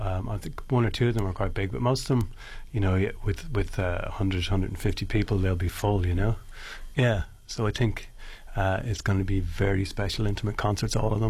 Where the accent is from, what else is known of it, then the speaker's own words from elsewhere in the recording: Ireland; I bet you, being an Irishman, I'm allergic to those ants.